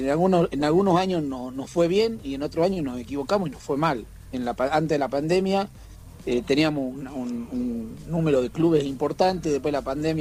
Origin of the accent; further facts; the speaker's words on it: Jujuy, Argentina; born there